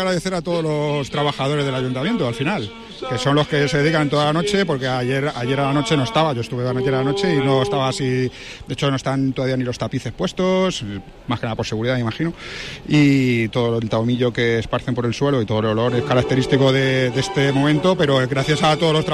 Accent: Toledo, Castilla-La Mancha, Spain; Sí, somos de Toledo.

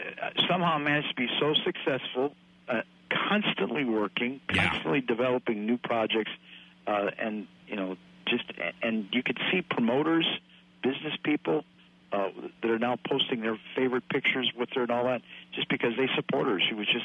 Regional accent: Milwaukee, Wisconsin, United States; Because I'm from the Milwaukee area.

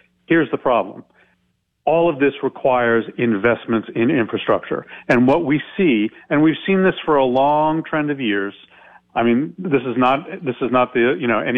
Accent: California, United States; I come from Northern California. You know, agriculture is a huge part and water is gold, right?

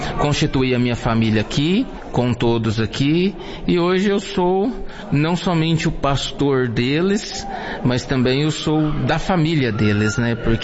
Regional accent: Cristianópolis, Goiás, Brazil; moved away as an adult; also born or lived in Portugal; now in Arapuca, Brazil; Eu sou natural de Cristianópolis, eu já tenho 9 anos que eu estou aqui, né? E eu vim de Cristianópolis para cá, depois que eu passei um período como missionário em Portugal

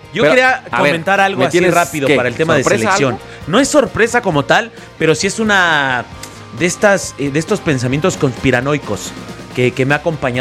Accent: Mexico; Imagínate, ves, lo que sería poder decir como aficionado mexicano

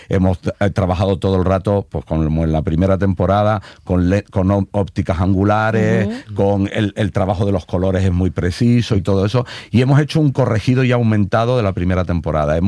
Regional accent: Canary Islands, Spain; tiene que ver con una cosa hiperbólica mía de que debo ser como por canario, no sé, que somos carnavaleros y exagerados.

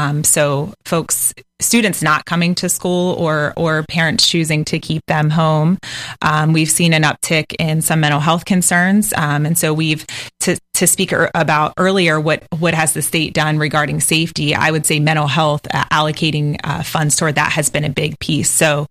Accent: Littlestown, Pennsylvania, United States; now in St. Augustine Beach, United States; I am from Pennsylvania, a one-stoplight town called Littlestown, mm-hmm. And I've been here for about 6 years.

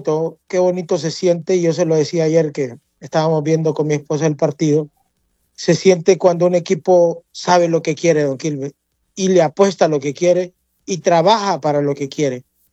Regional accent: Honduras; yo soy hondureño, yo no soy... Bueno, sí tengo raíces salvadoreñas porque mi mamá es salvadoreña, pero yo amo mi patria. Me crié acá, aquí estudié, aquí me formé, aquí trabajo. Tengo raíces

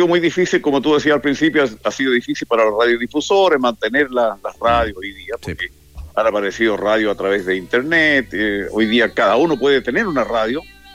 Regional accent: Melipilla, Santiago Metropolitan Region, Chile; born there; moved away; also born or lived in San Antonio / Valparaíso; Yo melipillano.

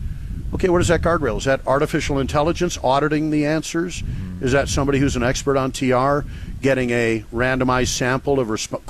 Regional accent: Chicago, Illinois, United States; I'm a kid from Chicago.

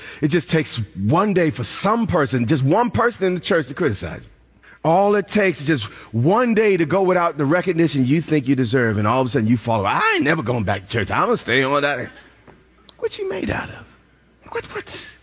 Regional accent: New York, United States; I'm from New York. What am I doing?

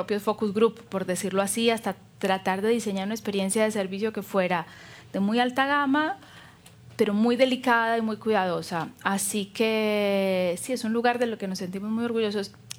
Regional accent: Argentina; nosotros como viticultura argentina.

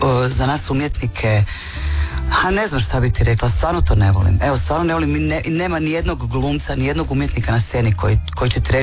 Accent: Našice, Osijek-Baranja County, Croatia; Dakle, ja sam odrasla u Našicama. Našice u moje doba, to su bile 80. godine kad sam ja odrasla, stala. Našice su mali grad

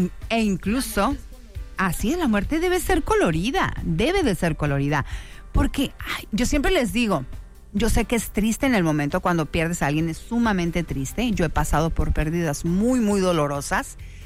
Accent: Mexico

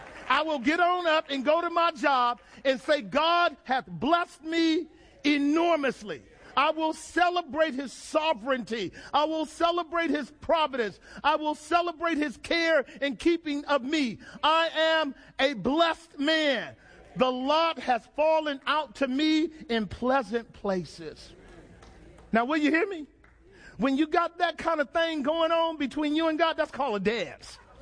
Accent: United States; As American Christians, we live real good.

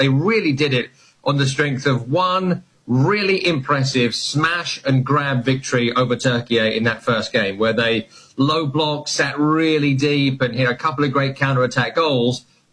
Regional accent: England, United Kingdom; having competed against them as an Englishman my entire life.

